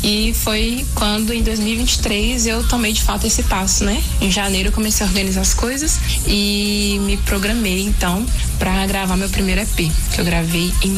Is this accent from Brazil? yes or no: yes; Belo Horizonte, Minas Gerais, Brazil; moved away as an adult; now in Breves, Brazil; Eu sou de BH, morava em BH até então